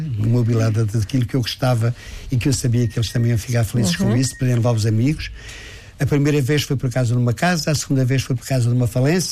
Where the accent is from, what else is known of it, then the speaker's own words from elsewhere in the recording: Ribatejo, Portugal; Nós utilizamos a mesma no Ribatejo.